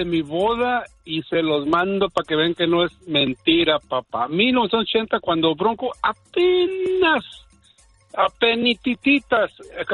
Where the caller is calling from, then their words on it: Monterrey, Nuevo León, Mexico; yo soy de Monterrey.